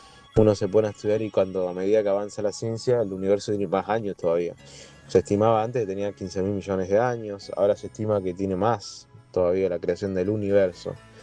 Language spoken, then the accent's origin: Spanish; Rosario, Santa Fe, Argentina; de Rosario, seguimos con la columna de astronomía